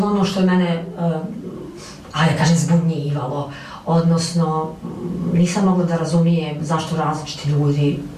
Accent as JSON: {"language": "Bosnian", "town": "Donji Vakuf", "region": "Federation of Bosnia and Herzegovina", "country": "Bosnia & Herzegovina", "also_born_or_lived": "Jajce", "said": "Ja jesam iz Donjeg Vakufa, ali sam rođena u Jajcu, zato što mi u Donjem Vakufu nema ovo porodilište."}